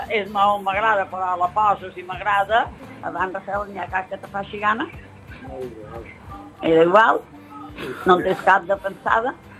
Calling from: Mahón, Balearic Islands, Spain; Ja som a les festes del meu poble

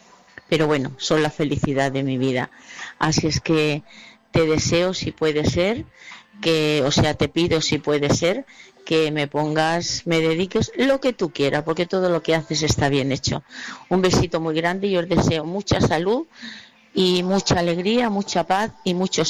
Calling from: Spain; de Canredo.

